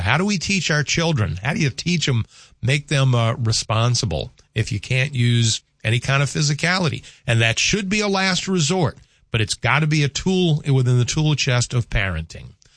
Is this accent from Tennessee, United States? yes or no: no; Virginia, United States; When I grew up in Virginia in the 70s, corporal punishment was allowed and it worked.